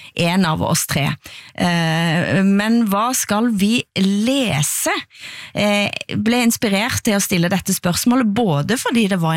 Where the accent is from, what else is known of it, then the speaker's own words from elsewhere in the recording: Erfjord, Rogaland, Norway; der jeg vokste opp I Erfjord